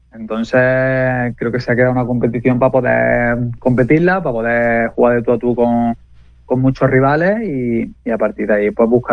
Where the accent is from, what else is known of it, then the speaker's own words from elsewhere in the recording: Lucena, Andalusia, Spain; yo soy de aquí de Lucena